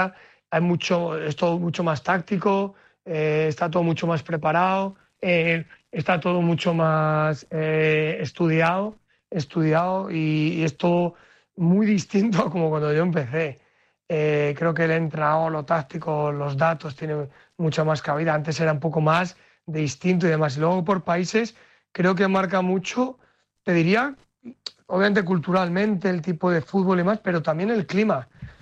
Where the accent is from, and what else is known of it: León, Castile and León, Spain